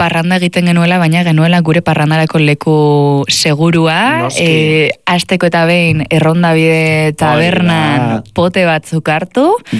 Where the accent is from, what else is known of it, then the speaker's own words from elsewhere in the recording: Basque Country, Spain; Beste guztiak Gipuzkoarra gara.